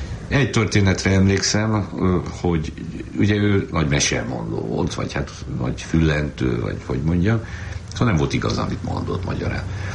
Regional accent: Oradea, Bihor, Romania; Egyszer kiderült, hogy én nagyváradi vagyok

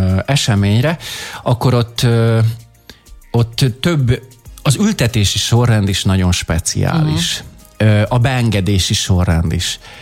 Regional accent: Hungary; egyetlen magyarként veszek részt

